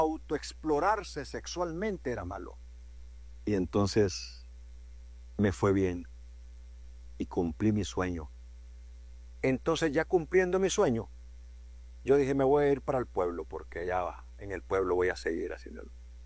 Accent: Choluteca, Honduras; moved away as an adult; now in Tegucigalpa, Honduras; Cuando de niño en Choluteca soñé con esto

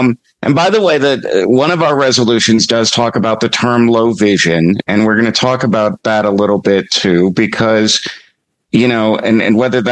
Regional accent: South Carolina, United States; So I have to shout out to this person because they're from my home state of South Carolina.

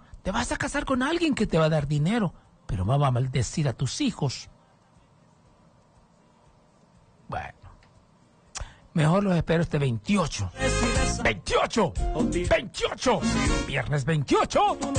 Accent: Honduras; yo sí estoy preocupado como hondureño.

